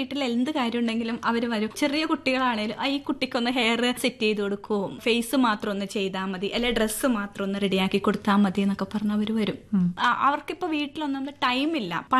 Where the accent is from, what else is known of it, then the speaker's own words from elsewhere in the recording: Kannur, Kerala, India; moved away as an adult; now in Ernakulam, India; ഒരു കണ്ണൂർക്കാരിയായ ഞാൻ ഈ എറണാകുളത്ത് വന്ന്